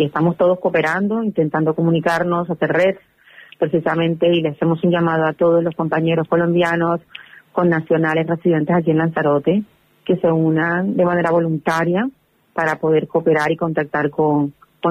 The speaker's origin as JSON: {"language": "Spanish", "town": "Cartagena", "region": "Bolívar", "country": "Colombia", "said": "Yo soy de Cartagena de Indias, inmediatamente llamé a mi madre"}